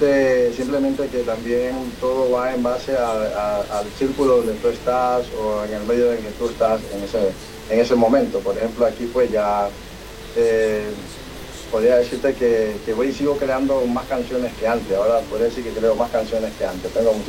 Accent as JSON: {"language": "Spanish", "country": "Ecuador", "moved": "yes", "lives_now": "Spain", "said": "soy ecuatoriano de corazón."}